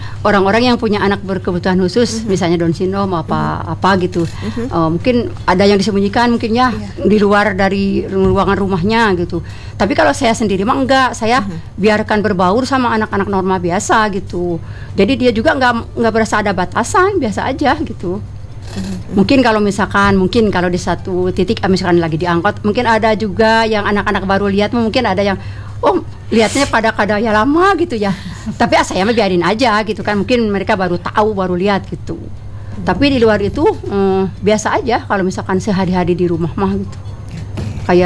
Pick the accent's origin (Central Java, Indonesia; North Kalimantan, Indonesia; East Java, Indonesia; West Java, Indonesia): West Java, Indonesia; Ciawi; Bogor asli.